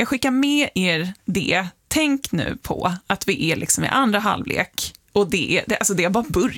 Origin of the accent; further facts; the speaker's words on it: Sweden; Som svenskar så tycker jag det är helt otroligt att vi inte har kommit på ett så här organiserat system.